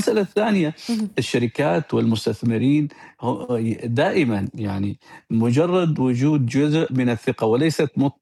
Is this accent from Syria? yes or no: yes; Syria; وإحنا كشعب سوري نتقبل هذه الأسباب